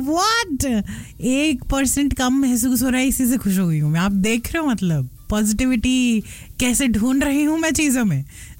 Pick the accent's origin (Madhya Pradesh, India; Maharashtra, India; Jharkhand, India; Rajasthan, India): Madhya Pradesh, India; Indore; moved away; everybody here in the office when I tell them कि मैं इंदौर से हूँ, इंदौर